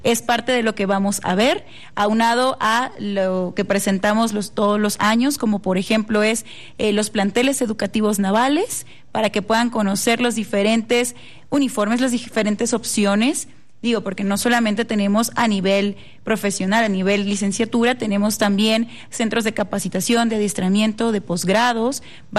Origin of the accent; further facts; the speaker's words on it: Mexico; estas fechas tan importantes como mexicanos